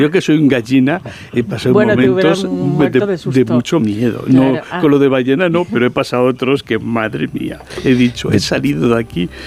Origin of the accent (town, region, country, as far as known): Madrid, Community of Madrid, Spain